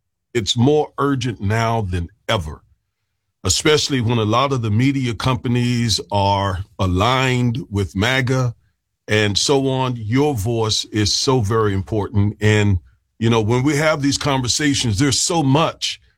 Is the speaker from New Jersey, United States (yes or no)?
no; North Carolina, United States; I'm 64 years old and I'm from the South, from North Carolina, rural part of North Carolina.